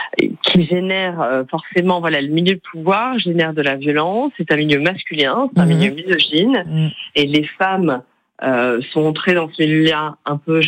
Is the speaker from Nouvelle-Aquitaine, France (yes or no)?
no; Calvi, Corsica, France; also born or lived in Bastia; je suis originaire, je suis corse.